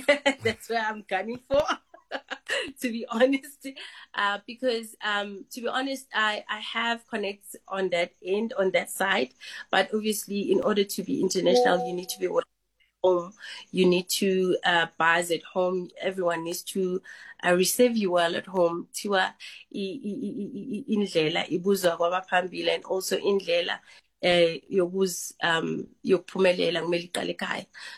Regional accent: KwaZulu-Natal, South Africa; because I was mostly used to performing for people in my hometown, KZN.

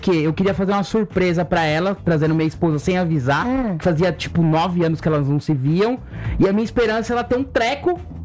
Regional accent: São Paulo, Brazil; now in Braga, Portugal; eu sou paulistano

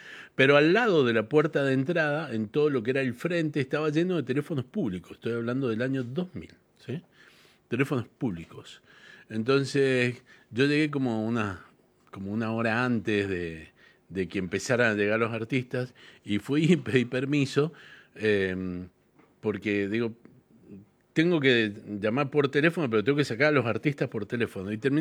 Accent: Mendoza, Argentina; Mirá, vengo de Mendoza, Argentina.

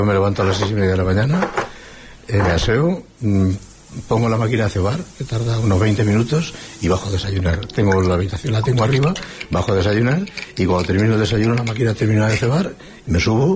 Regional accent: Socuéllamos, Castilla-La Mancha, Spain; Yo soy de Sogüellamos.

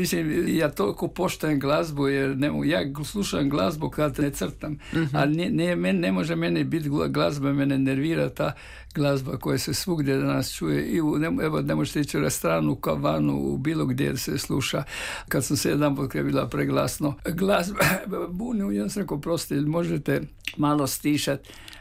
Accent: Hrvatsko Zagorje, Croatia; ja kao lukavi Zagorac

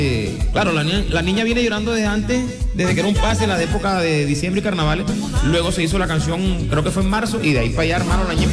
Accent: Maicao, La Guajira, Colombia; es mi tierra Guajira. No soy de Fonseca, soy de Maicao, pero soy guajiro

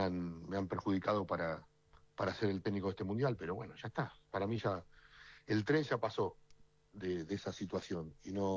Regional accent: Argentina; Yo me siento muy, muy argentino y no sé.

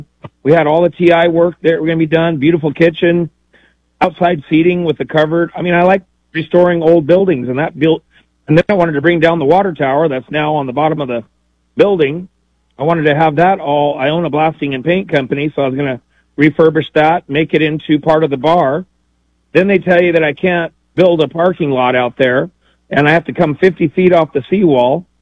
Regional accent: Portland, Oregon, United States; I've looked at many buildings in Portland, and I'm from the West Hills, and I love Portland, and I love the Northwest.

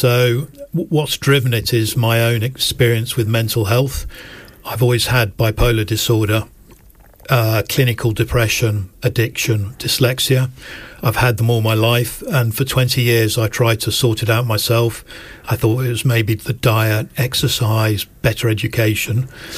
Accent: Scotland, United Kingdom; born there; also born or lived in north of England; now in London, United Kingdom; So home is in London, but I was born in Scotland and I lived for quite a long time in the north of England.

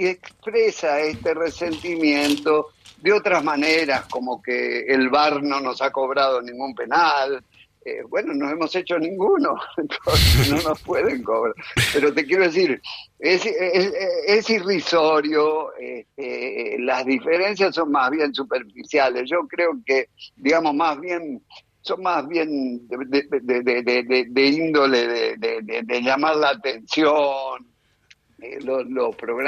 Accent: Argentina; nuestra Liga Nacional Argentina

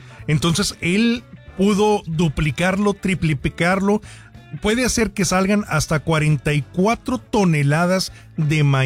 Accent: Mexico

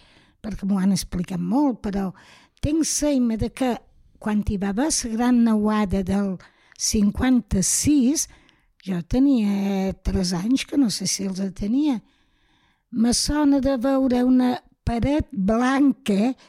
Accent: Ferreries, Balearic Islands, Spain; Jo vaig néixer a Ferreries, tot i que nosaltres, bueno, mon pare i ma mare, estaven a un lloc que es deia una foradada, o es diu una foradada, anant cap a migjorn.

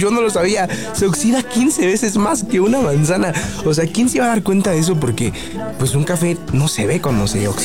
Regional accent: Tenango de Doria, Hidalgo, Mexico; born there; el pueblo donde yo nací, que es Tenango de Dori Hidalgo.

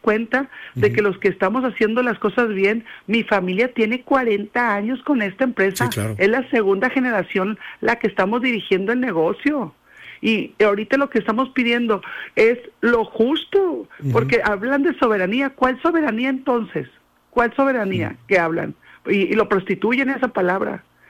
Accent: Sinaloa, Mexico; somos una familia sinaloense

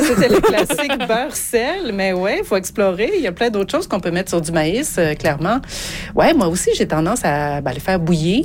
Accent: Alberta, Canada; on a du bon maïs chez nous en Alberta

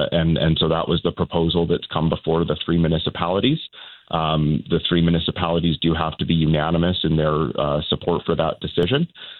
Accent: Central Saanich, British Columbia, Canada; coming in and being, born and raised in Central Saanich, we definitely used and well used the Peninsula Recreation Facility

